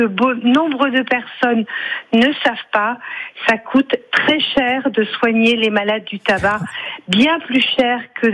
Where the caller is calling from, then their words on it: Villers-lès-Nancy, Grand Est, France; De Villers-les-Nancy.